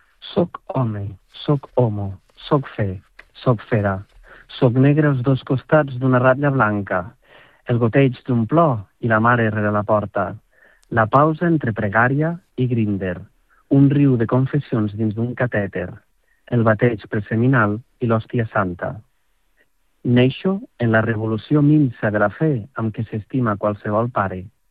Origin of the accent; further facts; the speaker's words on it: Catalonia, Spain; jo soc de Ponent i hi ha un paisatge de Terra Baixa que em ressona molt